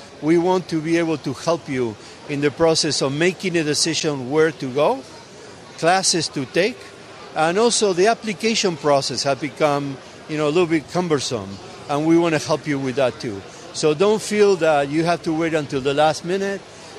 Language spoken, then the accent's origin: English; Rosario, Santa Fe, Argentina; He's from my hometown, so I love it.